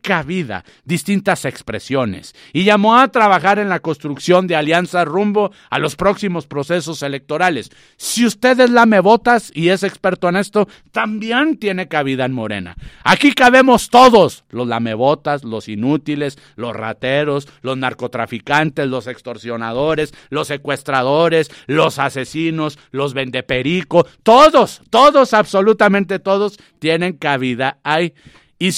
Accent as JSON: {"language": "Spanish", "country": "Mexico", "said": "nosotros como mexicanos"}